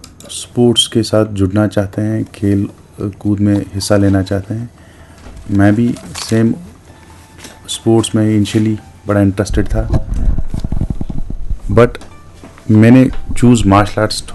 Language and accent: Hindi; Bandipora, Jammu and Kashmir, India; जी, मैं डिस्ट्रिक्ट भांडीपोरा से ताल्लुक़ रखता हूँ, अलिम अदब का जो मशहूर है।